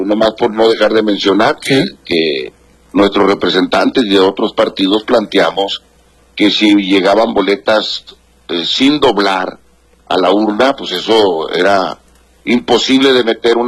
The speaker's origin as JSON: {"language": "Spanish", "country": "Mexico", "said": "todos somos mexicanos"}